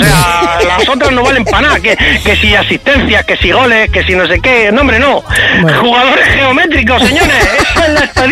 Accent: Region of Murcia, Spain; esto además me toca porque es de mi tierra

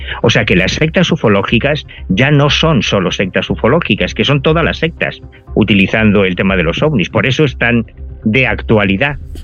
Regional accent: Spain; o yo soy español y podemos leer en castellano

